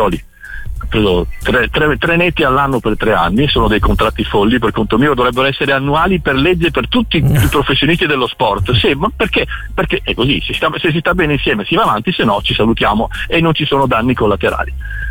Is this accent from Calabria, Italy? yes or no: yes; Catanzaro, Calabria, Italy; born there; Io sono nato a Catanzaro, ma non ho mai vissuto a Catanzaro.